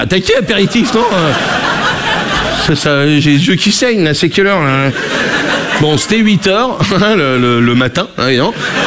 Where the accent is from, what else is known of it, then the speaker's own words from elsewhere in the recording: Brittany, France; Je suis breton, hein, moi j'ai été accepté en Bretagne